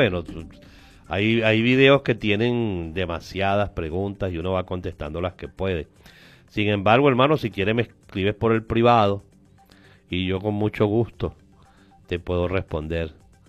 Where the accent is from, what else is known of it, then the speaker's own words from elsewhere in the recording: Caracas, Capital District, Venezuela; yo no soy de los estados, yo soy de Caracas.